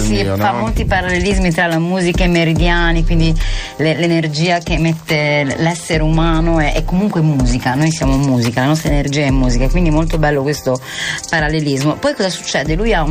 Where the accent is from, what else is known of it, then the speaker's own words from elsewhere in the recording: Bologna, Emilia-Romagna, Italy; Io che vengo da Bologna